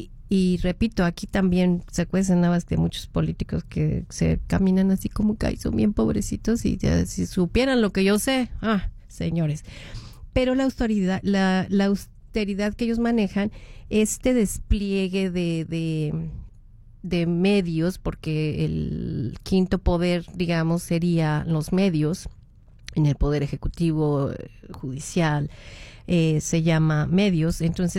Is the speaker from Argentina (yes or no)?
no; Mexico; moved away; Yo que soy mexicana y pues colaboro con mexicanos en el exterior